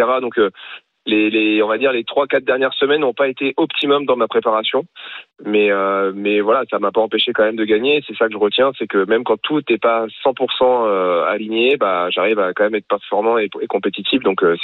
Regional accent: Normandy, France; J'ai déjà une qualité sans faire exprès, c'est que je suis normand

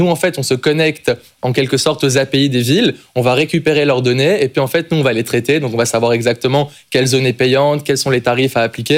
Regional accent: Belgium; moved away as an adult; now in France; Je suis belge, mais j'habite en France depuis maintenant une dizaine d'années. J'ai fait mes études en France.

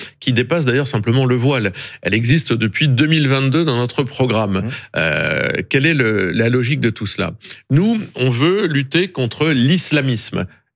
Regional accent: Hauts-de-France, France; born there; je suis né dans l'Oise

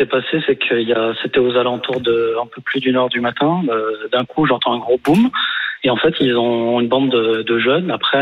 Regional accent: Chambéry, Auvergne-Rhône-Alpes, France; moi j'habite à Chambéry depuis toujours

